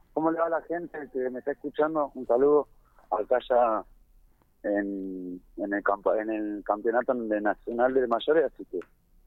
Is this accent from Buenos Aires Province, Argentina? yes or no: no; El Calafate, Santa Cruz, Argentina; Bueno, salimos de acá de Calafate, nosotros, que nos ayudó la municipalidad de ahí, así que estamos compitiendo